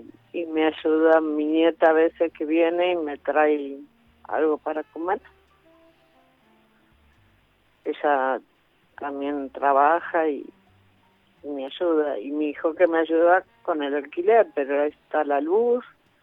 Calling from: Monte Hermoso, Buenos Aires Province, Argentina; de Montehermoso.

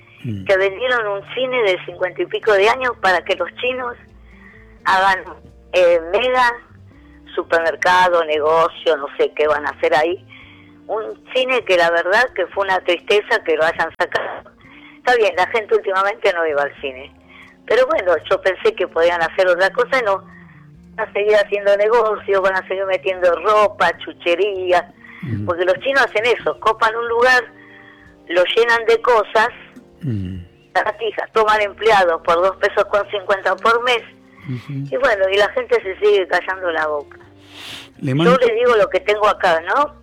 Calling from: San Clemente del Tuyú, Buenos Aires Province, Argentina; Soy de San Clemente del Tuyú, partido de la costa.

